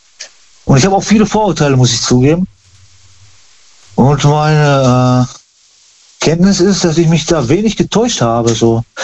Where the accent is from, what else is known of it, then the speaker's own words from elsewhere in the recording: Recklinghausen, North Rhine-Westphalia, Germany; Ich bin aus Nordrhein-Westfalen.